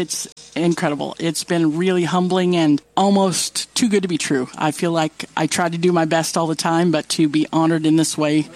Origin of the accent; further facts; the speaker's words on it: Belton, Missouri, United States; I grew up in Belton and we didn't have state.